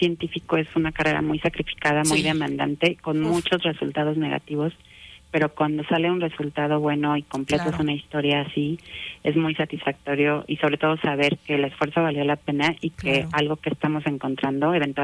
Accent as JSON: {"language": "Spanish", "country": "Mexico", "said": "siendo mexicanos, trabajando desde México con estudiantes y talento mexicano"}